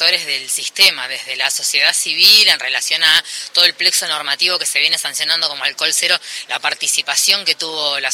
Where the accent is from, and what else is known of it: Argentina